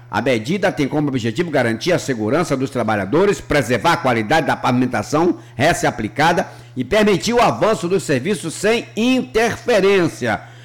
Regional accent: Bahia, Brazil; eu sou baiano

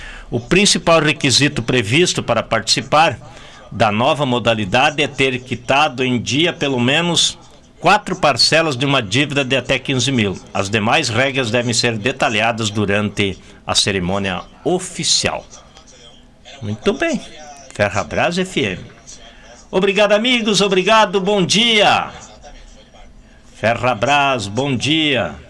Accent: Brazil; mas somos brasileiros

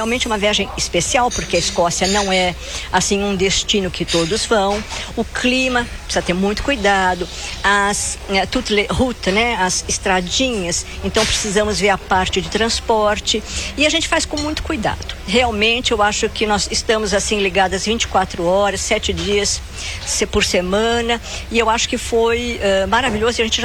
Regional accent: Brazil; now in Paris, France

